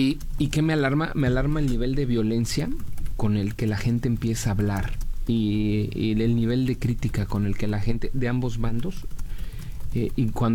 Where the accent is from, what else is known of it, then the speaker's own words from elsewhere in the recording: Mexico; Tenemos libertad de culto para ser mexicanos. Hoy como mexicano, tú puedes leer la Torá, el Talmud.